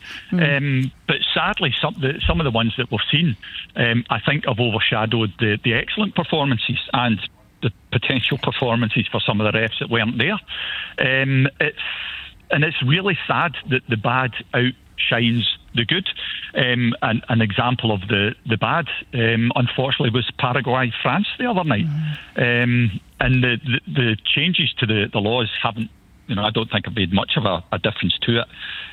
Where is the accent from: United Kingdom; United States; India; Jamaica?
United Kingdom; Scotland; I'm Scottish